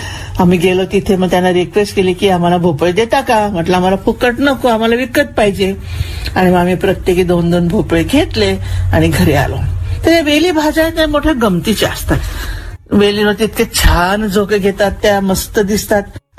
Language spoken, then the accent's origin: Marathi; Kapadne, Maharashtra, India; आमच्या खानदेशात धुळ्याजवळ आमचं गाव आहे छोटस कापडणे नावाचं खेड